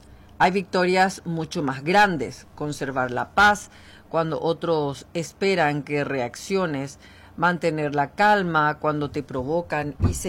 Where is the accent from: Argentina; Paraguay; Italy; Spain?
Paraguay; como mujer paraguaya me tengo que dividir en 400 pedazos